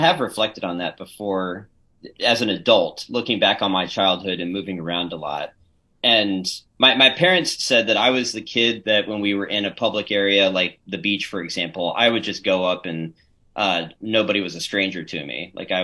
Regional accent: Beverly, Massachusetts, United States; born there; also born or lived in Pennsylvania; But I was born in the Boston area, believe it or not, in Beverly, north of Boston. So I started my life as a New Englander and then moved around to Pennsylvania

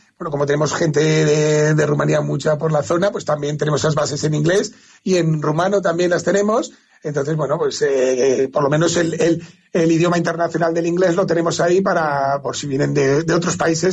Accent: La Almunia de Doña Godina, Aragon, Spain; que yo soy de la Almunia

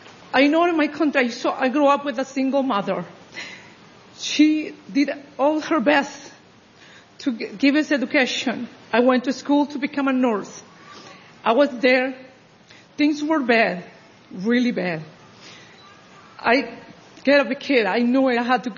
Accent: Honduras; moved away as an adult; now in United States; I come from deep, deep poverty. I am from Honduras.

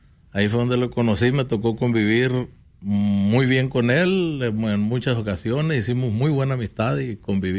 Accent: Culiacán, Sinaloa, Mexico; Culiacán, Sinaloa.

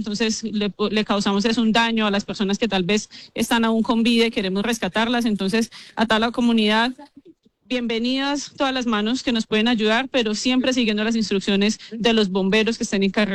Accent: Pereira, Risaralda, Colombia; soy pereirana, he vivido siempre aquí

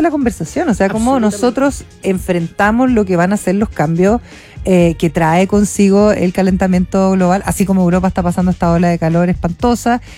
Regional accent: Chile; como chilenas, como chilenos de nuestro país

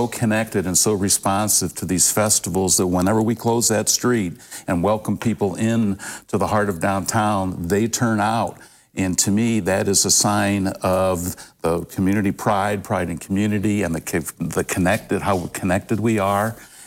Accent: Bowling Green, United States; and I grew up in Bowling Green, I've never lived anywhere else

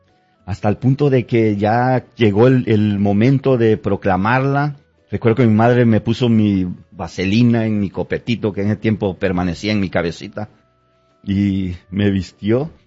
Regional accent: Tabasco, Mexico; moved away as an adult; now in Omaha, United States; Soy mexicano, mariano, guadalupano, de la parte de Tabasco, el estado de Tabasco, México. Hace más de 15 años que emigré aquí a este hermoso país

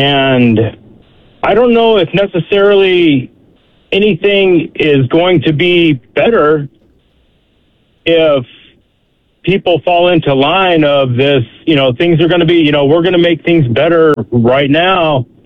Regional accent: Alaska, United States; moved away; I'm also from Alaska. And I was born and raised there, and I worked in the oil fields in Alaska.

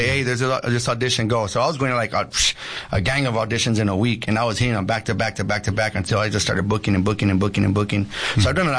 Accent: Los Angeles, California, United States; I'm from Los Angeles, California.

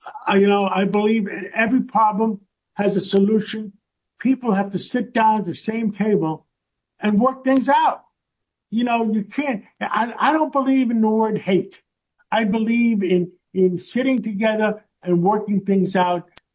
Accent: New York, United States; I grew up in Harlem on 135th Street, and between Broadway and Amsterdam Avenue by City College, by Lewiston Stadium up there, I went to PS 192, 137th Street, and in those days, we walked through Harlem all the time.

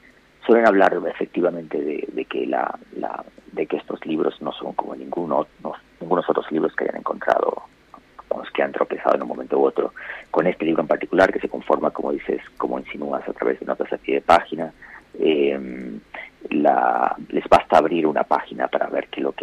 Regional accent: Argentina; moved away; Iba a decir que más allá de que mi acento haya cambiado, que yo lleve hasta altura más tiempo viviendo fuera de Argentina que en el país

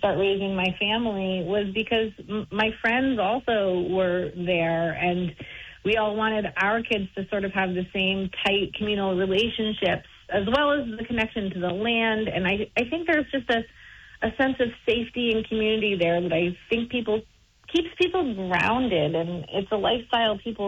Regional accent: West Glover, Vermont, United States; Yeah, well, so I grew up in West Glover, Vermont, and near the end of Lake Parker, and I grew up on a dirt road.

